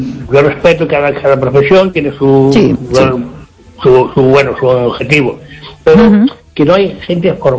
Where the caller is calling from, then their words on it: Ferrol, Galicia, Spain; aquí de Ferrol.